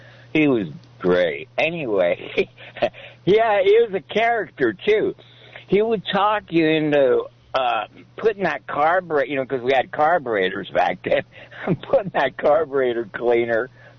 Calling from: Santa Cruz, California, United States; here in Santa Cruz.

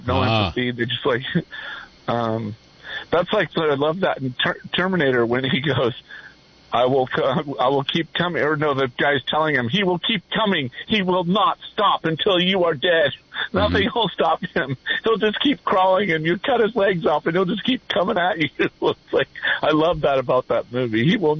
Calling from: Aptos, California, United States; Oh, Flinks and Aptos.

